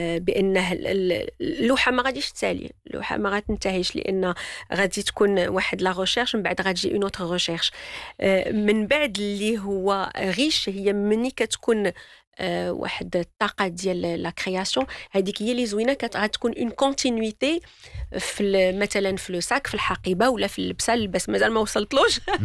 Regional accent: Morocco; وانا اللي مغربيه اونكري في بلادي

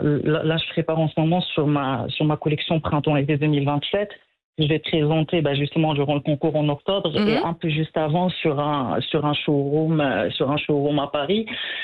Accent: Morocco; c'est nos contradictions en tant qu'humains, en tant que Marocains

